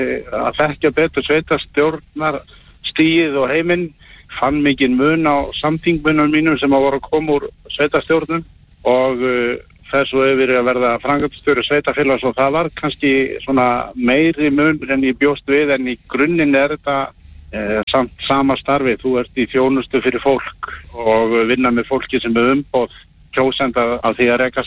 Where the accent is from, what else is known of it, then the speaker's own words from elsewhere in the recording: Hvalfjarðarsveit, Western Region, Iceland; Þetta er mín heimasveit og ég hafði bara metnað fyrir því að fara og bjóða mig fram mína krafta í minni heimasveit